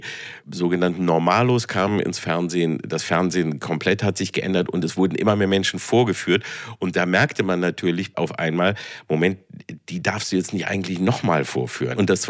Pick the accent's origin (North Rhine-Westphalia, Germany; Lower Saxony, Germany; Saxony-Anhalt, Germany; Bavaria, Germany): Lower Saxony, Germany; Peine; also born or lived in Engelbostel, Hannover; Ich bin ja aufgewachsen in Peine, also geboren in Engelbostel bei Hannover und dann in Peine aufgewachsen, also zwischen Hannover und Braunschweig.